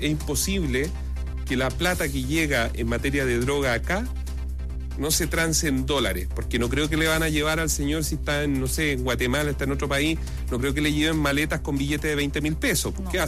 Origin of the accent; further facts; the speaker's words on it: Chile; ¿Por qué tenemos que, como chilenos, andar corriendo?